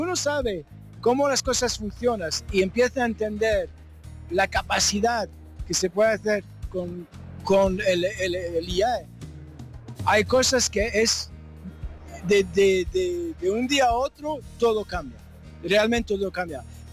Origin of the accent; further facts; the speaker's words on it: France; Spanish is a second language; Soy francés de padres españoles